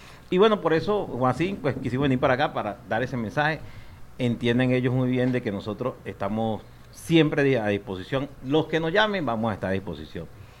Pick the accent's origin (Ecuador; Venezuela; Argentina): Venezuela; Caracas, Capital District; now in Mérida, Venezuela; yo soy caraqueño.